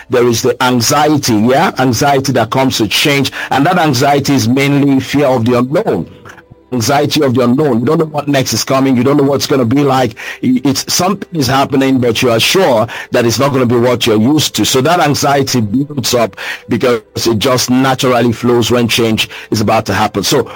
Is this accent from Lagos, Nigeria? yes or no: no; Rivers, Nigeria; I'm from River State, for example, and I go to the riverine sometimes.